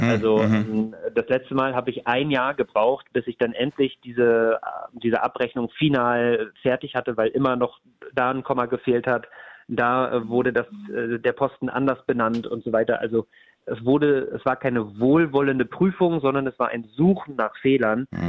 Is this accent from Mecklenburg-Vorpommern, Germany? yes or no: yes; Neustrelitz, Mecklenburg-Vorpommern, Germany; moved away as an adult; also born or lived in Berlin / Madrid; gebürtig in Neustrelitz, habe dann nach dem Abitur in Berlin und in Madrid studiert. Habe dort jetzt viel zu lange gearbeitet und bin jetzt gerade dabei, mit meinem Partner wieder zurück in meine Heimat zu ziehen, nach Mecklenburg-Vorpommern